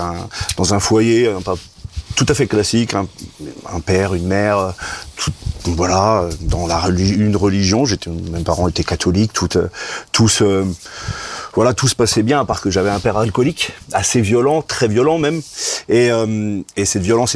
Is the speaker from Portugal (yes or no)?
yes; Portugal; mes parents étaient immigrés, hein, nous sommes portugais, voilà, nul n'est parfait.